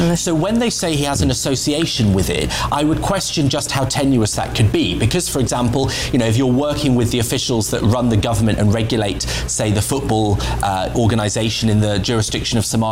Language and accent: English; Wilmslow, North West England, United Kingdom; And we're both from Wilmslow in Cheshire.